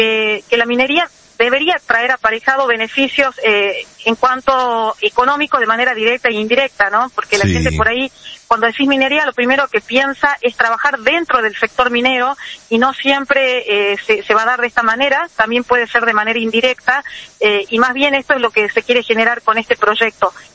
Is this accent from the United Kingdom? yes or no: no; Argentina; Estamos, sí, obviamente, como argentinos